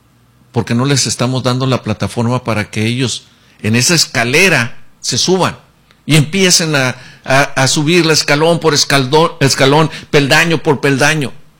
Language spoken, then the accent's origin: Spanish; Sahuaripa, Sonora, Mexico; de todos los que venimos de esos padres de Zaguaripa, de luchones, de tesón, de trabajar, de pegarle.